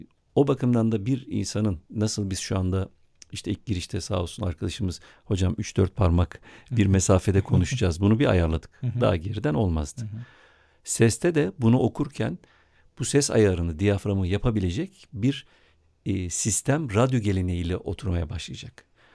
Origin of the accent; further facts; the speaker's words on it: Siirt Province, Turkey; Bir Siirtli olarak